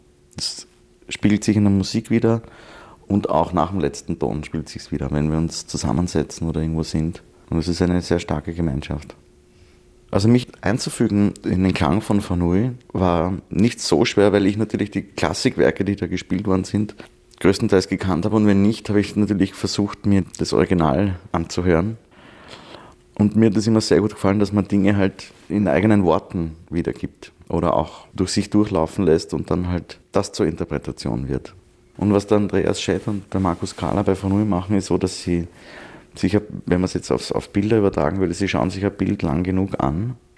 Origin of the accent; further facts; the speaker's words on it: Vienna, Austria; Ich bin ein waschechter Wiener